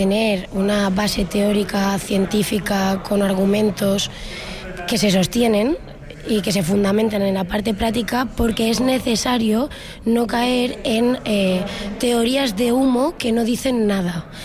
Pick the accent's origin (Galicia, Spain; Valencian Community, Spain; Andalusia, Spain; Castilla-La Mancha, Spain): Valencian Community, Spain; Canals; soy de Canals, Valencia.